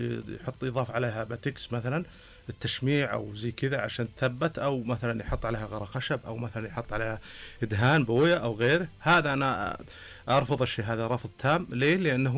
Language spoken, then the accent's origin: Arabic; Al-Ajaja, Ha'il Province, Saudi Arabia; born there; طبعا انا للمعلومية اني انا من مواليد قرية العجاجة تابع لمنطقة حائل